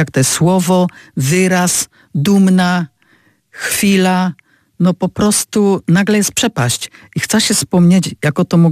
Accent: Stanisze Małe, Opole Voivodeship, Poland; accent: Silesian; moved away as an adult; now in Ciechocinek, Poland; moje ulubione to są Stanisze Małe, gdzie się urodziła, to jest moje ulubione.

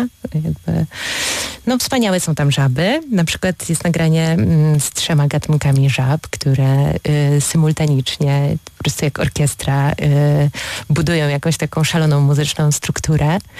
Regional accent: Polish coast, Poland; now in Opole Silesia, Poland; ja jednak jestem przybyszem z zewnątrz, ja pochodzę z nadmorza.

